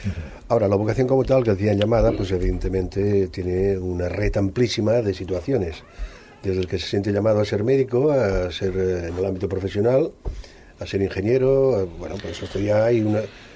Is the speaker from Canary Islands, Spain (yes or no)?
no; Aragon, Spain; Digamos que soy maño.